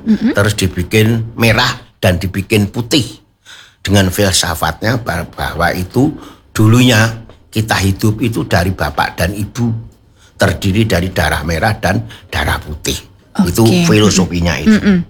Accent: Boyolali, Central Java, Indonesia; Saya kan orang Boyolali. Jadi Merapi, Merbabu, sampai Batur, Selongisor, Selondur, itu sesajinya mesti tumpeng Tunggorono.

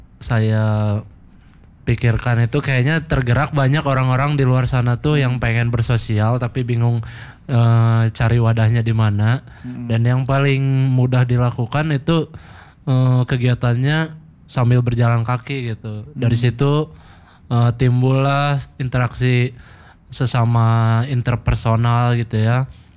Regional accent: Bandung, West Java, Indonesia; sebagai warga Bandung, citizen yang utuh

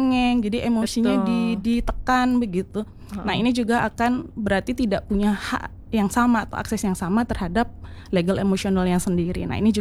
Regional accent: Bali, Indonesia; kita orang Bali

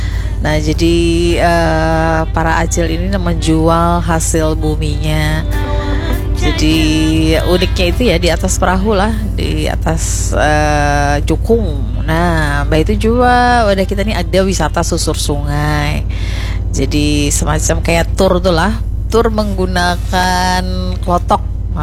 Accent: Banjarmasin, South Kalimantan, Indonesia; masyarakat kita Banjar

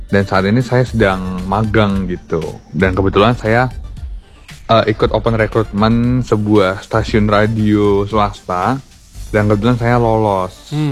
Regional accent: Sleman, Special Region of Yogyakarta, Indonesia; Saya dari Sleman aja, gak jauh-jauh.

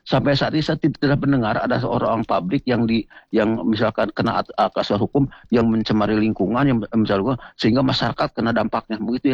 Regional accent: Bandung, West Java, Indonesia; Begini Pak, saya dari Bandung Timur lah. Jawa Barat pasti, kalau Bandung pasti Jawa Barat ya Pak ya.

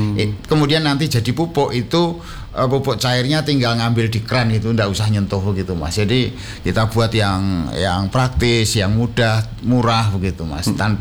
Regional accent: Magelang, Central Java, Indonesia; moved away; Kebetulan saya asli Magelang

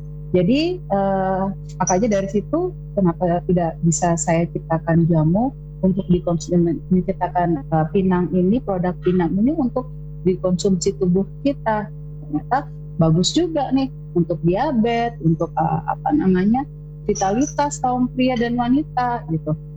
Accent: Jayapura, Papua, Indonesia; Tapi saya lahir besar di Papua, di Jayapura. Jadi sudah kayak bagaimana ya, campur-campur.

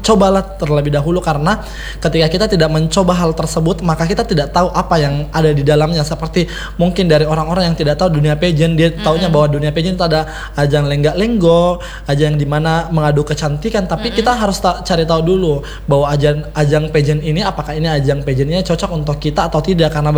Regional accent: South Sulawesi, Indonesia; Di sini saya sebagai putra Sulawesi Selatan 2026.

